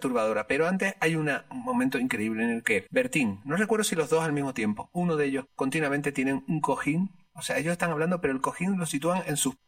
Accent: La Palma, Canary Islands, Spain

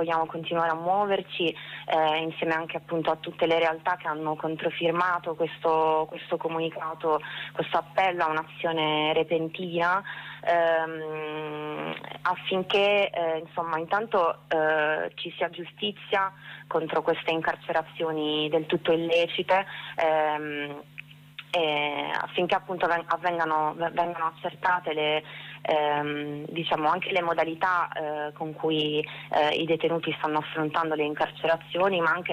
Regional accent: Sardinia, Italy; noi anche come sardi abbiamo il dovere di fare questo, non solo per la nostra terra

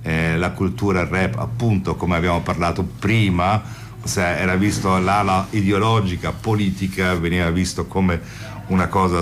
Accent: Germany; Italian is a second language; also born or lived in Spain; Sono tedesco, nato in Spagna, per questo scusate il mio italiano

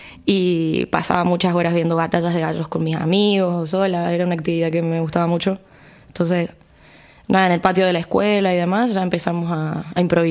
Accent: Córdoba, Argentina; En mi caso, yo vengo de Córdoba capital.

